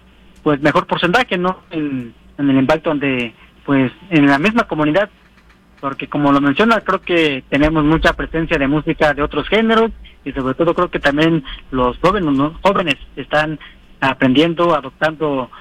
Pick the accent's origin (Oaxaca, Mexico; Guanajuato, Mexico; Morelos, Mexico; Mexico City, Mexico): Oaxaca, Mexico; Santa María; Yo soy de Santa María y estoy yo, y allá hay mucho, bueno, muchas agrupaciones